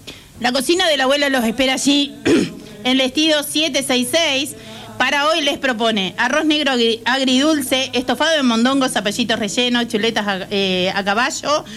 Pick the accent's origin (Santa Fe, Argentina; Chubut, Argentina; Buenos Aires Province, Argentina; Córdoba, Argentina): Córdoba, Argentina; accent: Cordobés; Soy cordobés y ando sin documentos porque llevo el acento.